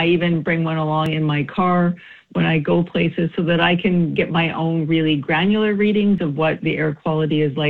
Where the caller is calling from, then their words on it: Vancouver, British Columbia, Canada; Here in Vancouver, I'm calling in from Vancouver, and I can definitely see the haze as well.